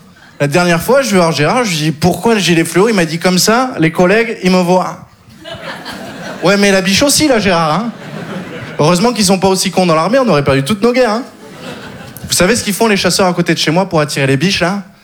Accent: Occitanie, France; je viens du sud, j'ai grandi dans le Gard.

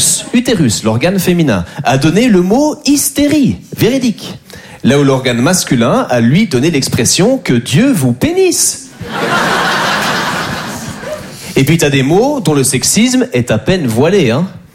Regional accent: Belgium; Moi j'adore les Français, même si je suis belge.

